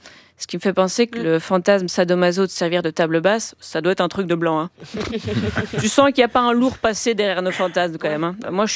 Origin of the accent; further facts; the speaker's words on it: Belgium; Moi, je suis belge, donc j'en sais plus sur l'Underground Railroad